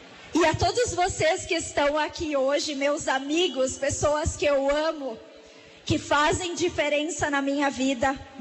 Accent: Garibaldi, Rio Grande do Sul, Brazil

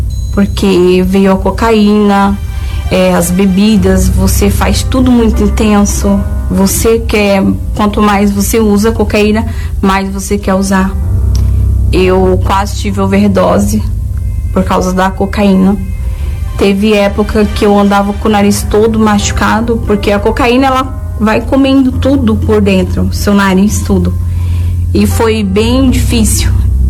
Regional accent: Boa Nova, Bahia, Brazil; born there; tenho 37 anos. Eu nasci na Bahia, em Boa Nova.

